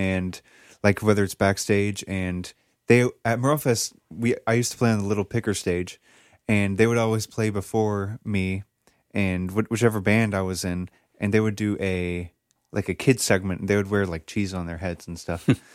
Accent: Mooresville, North Carolina, United States; I grew up here in Mooresville, which is not far

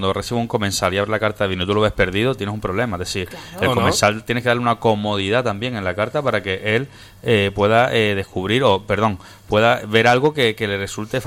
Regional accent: Canary Islands, Spain; nosotros que venimos de Canarias

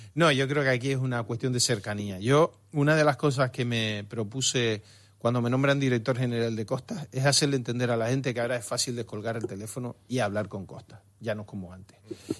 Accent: La Palma, Canary Islands, Spain; born there; Entiendo Canarias, soy canario

